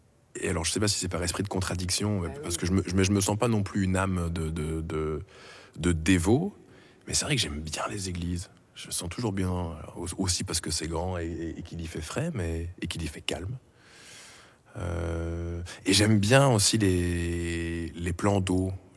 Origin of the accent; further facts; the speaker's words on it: Brussels, Brussels-Capital Region, Belgium; on vient de Bruxelles, en Belgique.